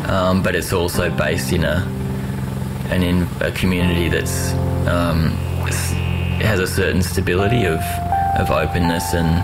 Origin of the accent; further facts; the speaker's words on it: Sydney, New South Wales, Australia; moved away; I came here from Sydney originally just for 6 months in order to get out of Sydney